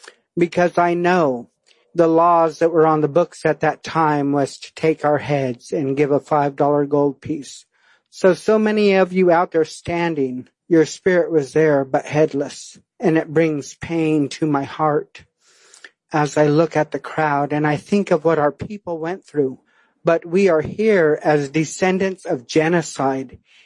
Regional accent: California, United States; together as California Native people

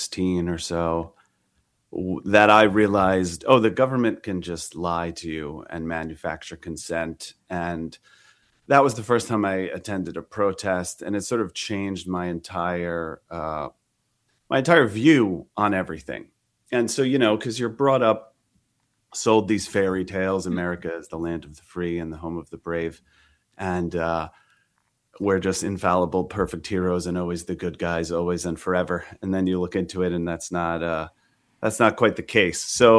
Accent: Long Island, New York, United States; So I grew up on Long Island

